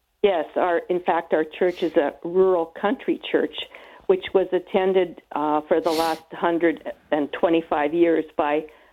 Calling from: Alberta, Canada; I'm calling from Alberta, Canada.

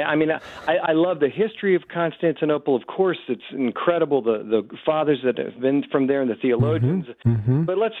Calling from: Cincinnati, Ohio, United States; Oh, Cincinnati.

